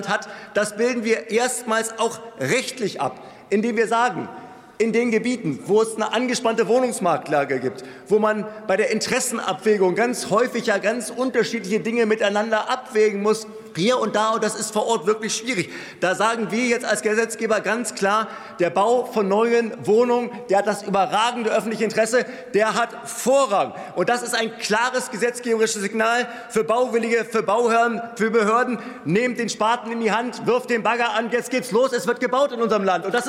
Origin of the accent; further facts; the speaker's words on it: Berlin, Germany; Manchmal, meine Heimatstadt in Berlin, gibt es Fälle, wo man bis zu 10 Jahre auf eine Baugenehmigung bzw. einen Bebauungsplan wartet.